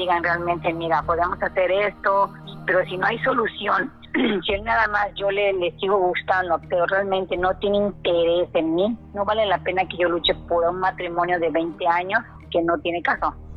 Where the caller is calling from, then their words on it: Quintana Roo, Mexico; Yo estoy aquí en Quinotompe Blanco